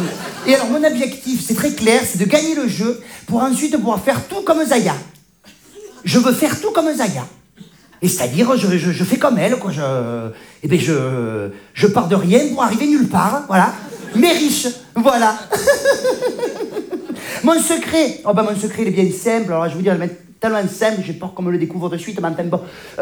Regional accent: Provence-Alpes-Côte d'Azur, France; Oui, je viens du sud de la France, oui. Ah, je suis provençale.

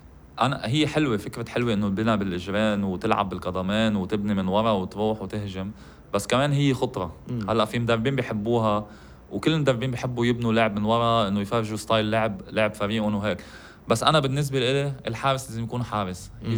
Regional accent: Lebanon; بس هيدا الشيء مش بس عندنا بلبنان يعني انا لعبت بالاردن

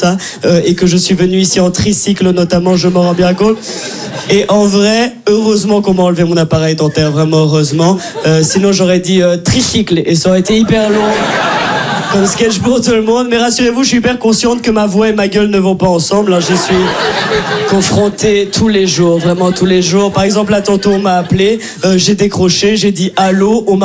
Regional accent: Brussels, Belgium; accent: Brussels

